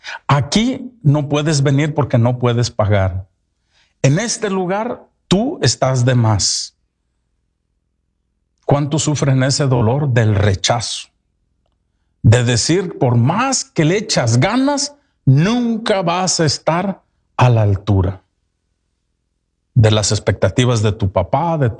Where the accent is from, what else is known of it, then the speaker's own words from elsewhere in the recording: Mexico; aunque venimos de diferentes países de Centroamérica, algunos celebran su independencia hoy y nosotros, mexicanos, mañana